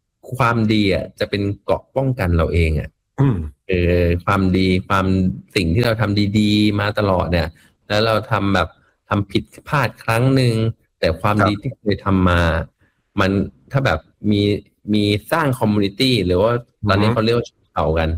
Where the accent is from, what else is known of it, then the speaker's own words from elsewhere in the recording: Bangkok, Thailand; ผู้ว่าชาติชาตินี่คือผมก็จะอวยก็อวยแหละเพราะเราคนกรุงเทพเนาะเราเห็นความเปลี่ยนแปลงในกรุงเทพแบบค่อนข้างเยอะ